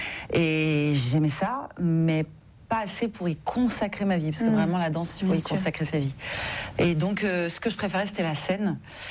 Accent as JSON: {"language": "French", "town": "Paris", "region": "Île-de-France", "country": "France", "tie": "born or raised there", "said": "Oui, je suis née à Paris."}